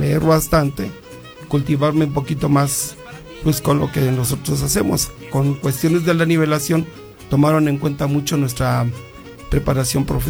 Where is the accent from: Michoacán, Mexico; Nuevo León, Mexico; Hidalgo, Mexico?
Hidalgo, Mexico; Actopan; Soy originario de Actopan, maestro jubilado también, y dirijo una compañía de danza folclórica en Actopan, Hidalgo.